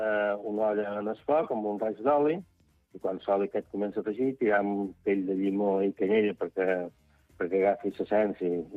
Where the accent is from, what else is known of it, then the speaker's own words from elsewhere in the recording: Santa Eulària des Riu, Balearic Islands, Spain; Avui, som de Sant Eulari, no som de Sant Joan.